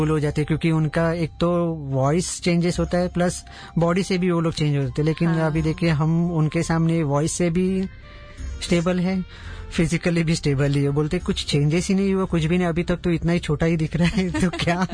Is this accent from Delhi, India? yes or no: no; Mumbai, Maharashtra, India; हम मुंबई से बिलोंग करते